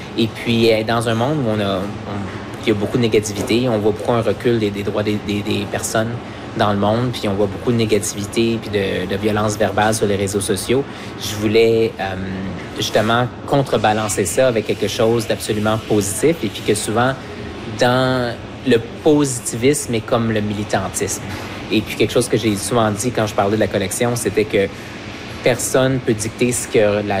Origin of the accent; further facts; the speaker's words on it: Montreal, Quebec, Canada; moved away as an adult; now in Vancouver, Canada; je suis né à Montréal, je suis Montréalais, puis ça affecte beaucoup qui je suis.